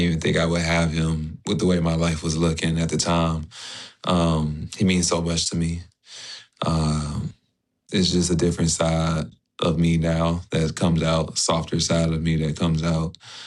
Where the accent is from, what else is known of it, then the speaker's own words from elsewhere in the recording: United States; we're all American. At the end of the day, that flag represents every single one of us. And I'm proud to have that flag, just like everybody else.